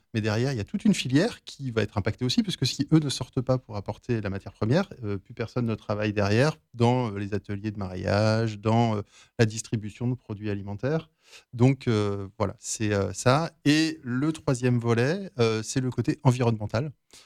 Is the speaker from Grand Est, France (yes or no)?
no; Brittany, France; moved away; Alors mon parcours, moi je suis originaire de Bretagne.